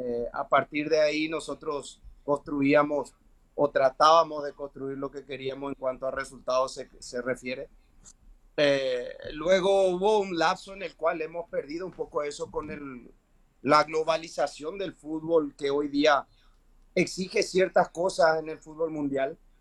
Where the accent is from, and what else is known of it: Paraguay